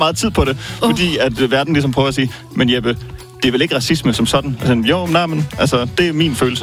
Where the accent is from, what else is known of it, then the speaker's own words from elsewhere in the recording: Region of Southern Denmark, Denmark; som også er fra Vejnegnen, faktisk, hvor jeg er fra.